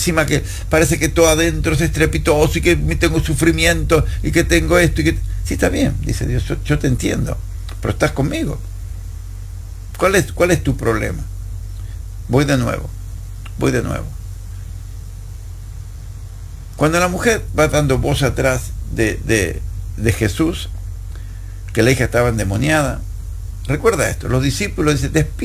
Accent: Argentina; nosotros somos argentinos que tomamos mate, esa infusión que es una bombillita y tomamos mate ahí, como lo tomo acá todas las mañanas

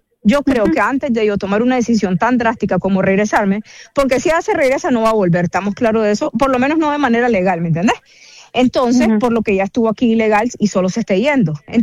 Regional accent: Nicaragua; moved away; pero voy todo el tiempo a Nicaragua y mis papás, mis hermanos, todos viven allá y yo me crié allá.

